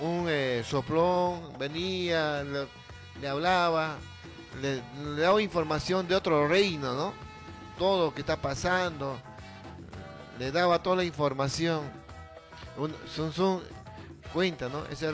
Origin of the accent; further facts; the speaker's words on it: Peru; Nosotros, como peruanos común y corriente